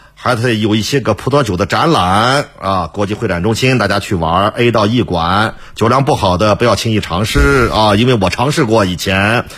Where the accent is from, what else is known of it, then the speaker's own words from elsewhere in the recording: Yinchuan, Ningxia, China; 对于我们宁夏人，对于我们银川人来说